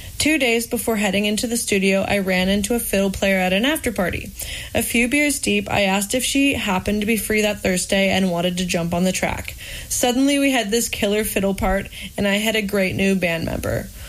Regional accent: Prince Edward Island, Canada; As a country girl growing up in Prince Edward Island

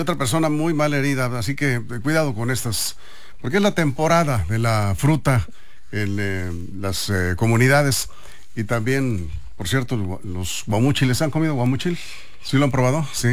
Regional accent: Juan José Ríos, Sinaloa, Mexico; de mi infancia en Juan José Ríos, ahí me crié bajando guamúchiles

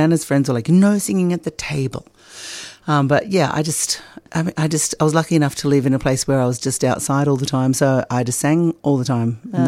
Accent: Hay, New South Wales, Australia; So I'm from Hay, New South Wales.

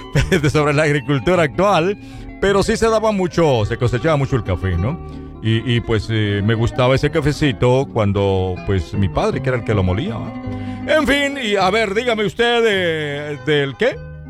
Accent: Sinaloa, Mexico; now in United States; En mi tierra, pues allá en la sierra, madre, pues creo que se da mucho el café todavía. No sé, porque yo hace muchos años, ¿eh? Muchos años, pues yo tengo acá unos 42 años en Estados

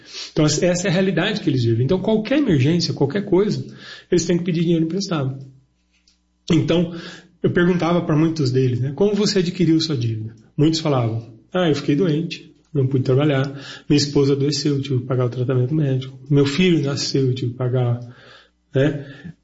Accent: Brazil; Eu, como um bom brasileiro, um bom apreciador de café

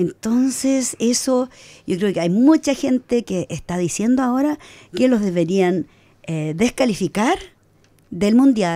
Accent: Chile; Y yo soy chilena y tampoco estoy de acuerdo con lo que han hecho.

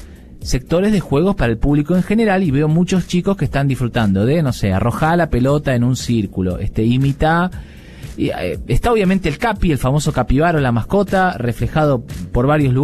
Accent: Rosario, Santa Fe, Argentina; now in Funes, Argentina; yo nací en Rosario

